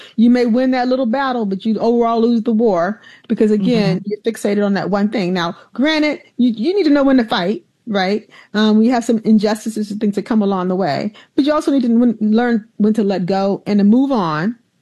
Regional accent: Alabama, United States; when I was a little girl, like I said, growing up in the South in Alabama

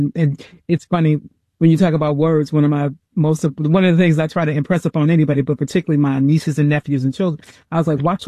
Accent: Mississippi, United States; moved away as an adult; And when I tell you I came here, I'm originally from Mississippi, came after college, the whole thing. And I came with my Southern ways.

